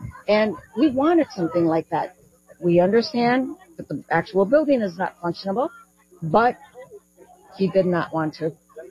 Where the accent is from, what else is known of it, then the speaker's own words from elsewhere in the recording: Chicago, Illinois, United States; I grew up on 26th Street.